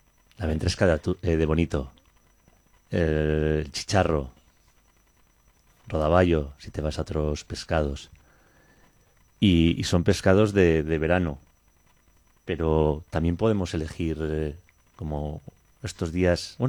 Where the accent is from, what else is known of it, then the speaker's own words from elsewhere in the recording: Quintana, Spain; moved away; mi pueblo, Quintana